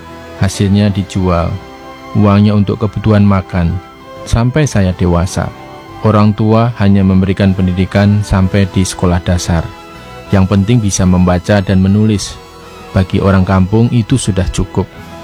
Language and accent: Indonesian; South Sulawesi, Indonesia; Saya dibesarkan dari keluarga yang turun-temurun miskin dan saya berasal dari Toraja, Sulawesi Selatan.